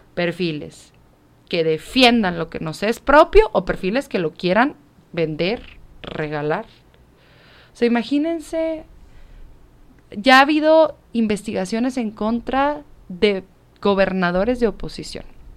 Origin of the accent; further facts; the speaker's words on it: Mexico; Porque yo soy mexicana, porque quiero servirle al pueblo de México